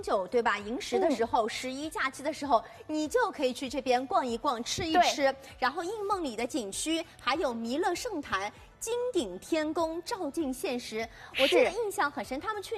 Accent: Shanghai, China; 那说到宁波啊，我们上海人是非常喜欢去的。

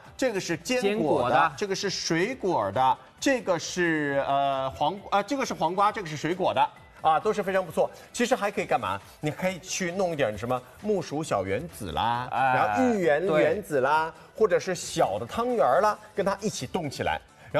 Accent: Hangzhou, Zhejiang, China; 我作为一个杭州人，我都没有看到过这么便宜

